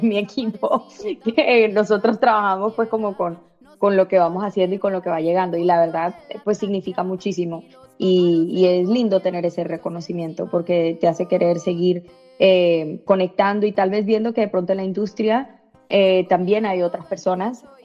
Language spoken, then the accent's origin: Spanish; Barrancas, La Guajira, Colombia; also born or lived in Medellín, Colombia; now in United States; yo crecí en la Guajira, pero yo también soy mitad paisa, mi mamá es de Medellín y yo iba todo el tiempo a Medellín, cierto, hice mi carrera en Medellín, allá estudié también. Y luego también entonces vivo en Estados Unidos, hablo inglés, pero hablo español